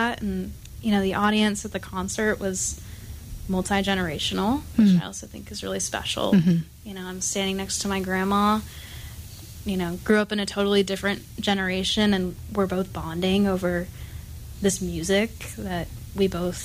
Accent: Kansas City, United States; Yeah, well, I'm from Kansas City

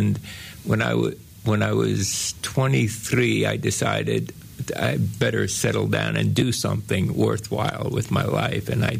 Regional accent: New York City, New York, United States; I was born and raised in New York City.

